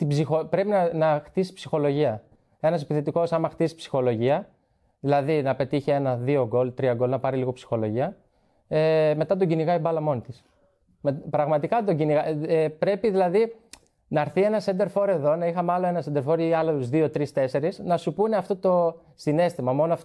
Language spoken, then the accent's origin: Greek; Trikala Imathias, Central Macedonia, Greece; Στο χωριό μου είχαμε μια ομάδα έτσι παιδικό.